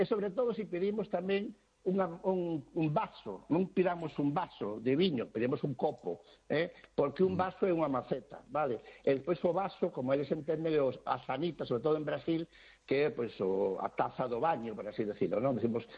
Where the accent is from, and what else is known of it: Galicia, Spain